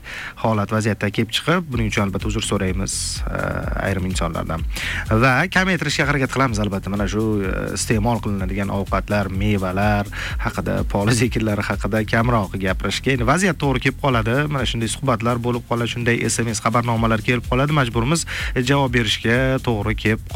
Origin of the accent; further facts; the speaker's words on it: Jondor, Bukhara Region, Uzbekistan; Salom hammaga, charchamayapsizlarmi? Men Jondordan.